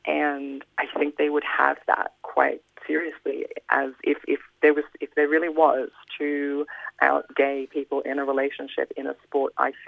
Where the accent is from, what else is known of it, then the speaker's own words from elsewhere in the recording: Australia; I'm Australian, so like everything that's going to come out of my writing is going to naturally sound Australian.